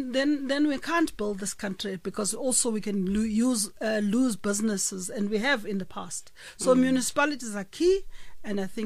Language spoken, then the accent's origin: English; South Africa; As a South African, I think we've always, I mean, we've just celebrated Mandela Day, right?